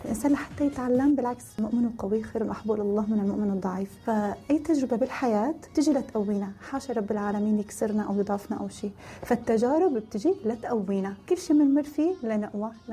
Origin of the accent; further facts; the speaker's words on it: Aleppo, Aleppo Governorate, Syria; moved away as an adult; also born or lived in Dubai; now in Gaziantep, Turkey; من حلب، مقيمة بعنتاب. جيت على تركيا بال 2013، بعدين سافرت على دبي بال 2014، ورجعت من الإمارات تقريبا بال 2019. صار لي مقيمة هون بتركيا شي 7 سنين تقريبا